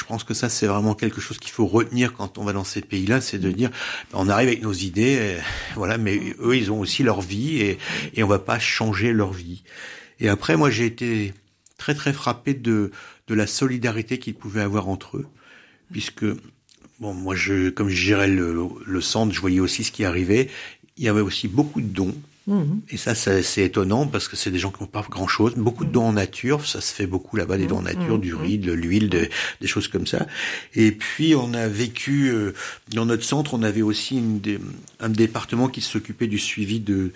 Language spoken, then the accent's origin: French; France; on avait des leçons à prendre en tant que Français qui avons tendance à rouspéter beaucoup.